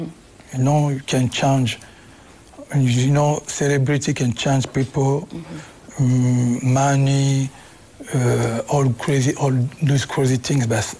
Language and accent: English; Kinshasa, DR Congo; moved away as an adult; I grew up in Kinshasa and I go to the Paris when I was I used to be 19, 20. So I have both culture, you know, Congolese culture and Rumba music.